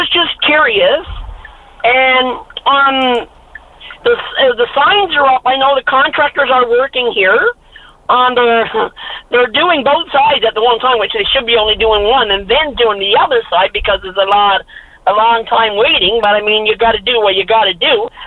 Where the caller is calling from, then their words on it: Deer Lake, Newfoundland and Labrador, Canada; I'm from Deer Lake.